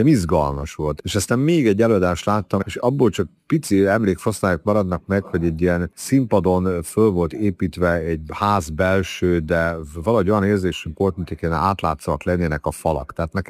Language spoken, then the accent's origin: Hungarian; Subotica, Vojvodina, Serbia; Furcsa világban nőttem fel, hogy a Szabadkán volt egy úgynevezett híres Risztics korszak, amikor egy Gyübüse Risztics nevű rendező tartózkodott itt Szabadkán